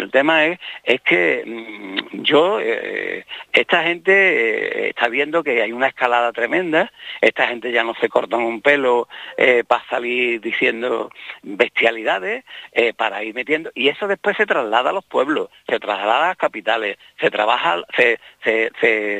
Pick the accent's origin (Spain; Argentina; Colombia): Spain